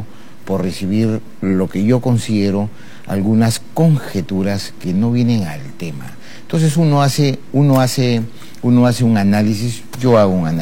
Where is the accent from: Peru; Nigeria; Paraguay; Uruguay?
Peru; por ese sentimiento que tengo hacia la institucionalidad, a la Policía Nacional, y como peruano, a la gobernabilidad.